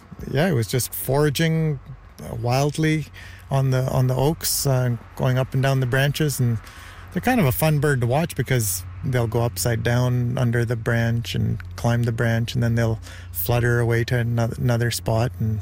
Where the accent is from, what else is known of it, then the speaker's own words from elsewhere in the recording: Ontario, Canada; moved away; I am accustomed to seeing them from my childhood, growing up in Ontario